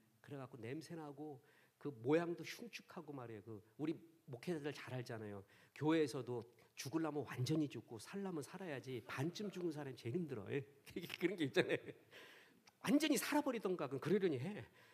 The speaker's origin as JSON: {"language": "Korean", "region": "Seoul", "country": "South Korea", "tie": "born or raised there", "said": "저는 서울에서 태어나고 자랐습니다. 전형적인 시티보이입니다. 그런데 시골을 좋아했죠. 그래서 시골에서 살기도 하고 방학만 되면 살고."}